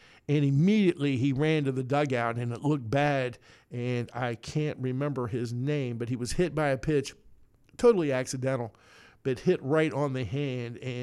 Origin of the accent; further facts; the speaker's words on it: United States; growing up on Overbrook Avenue